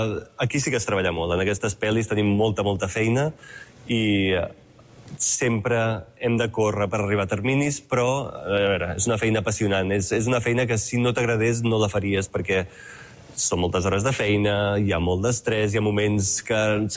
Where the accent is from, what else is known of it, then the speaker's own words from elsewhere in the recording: Barcelona, Catalonia, Spain; moved away as an adult; also born or lived in New York; a Barcelona, que és d'on soc jo